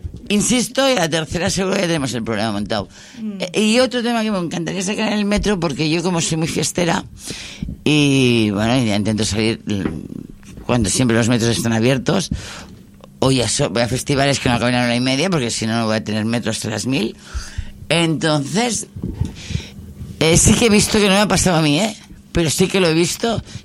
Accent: Barcelona, Catalonia, Spain; Pero nosotros como barcelonés nos robaron una vez

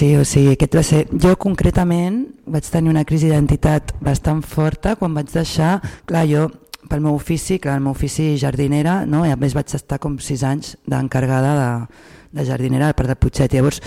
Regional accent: Barcelona, Catalonia, Spain; la meva identitat com vallcarquina també és algo que tinc com molt, molt potent

